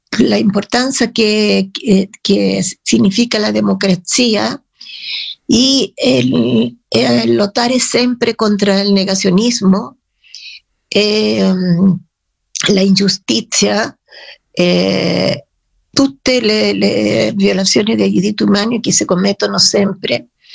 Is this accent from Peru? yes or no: no; Chile; Italian is a second language; moved away as an adult; also born or lived in Italy